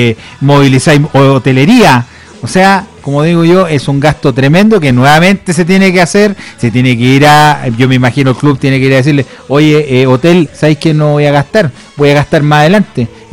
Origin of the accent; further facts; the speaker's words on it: Chile; now in Colombia; yo por ejemplo como chileno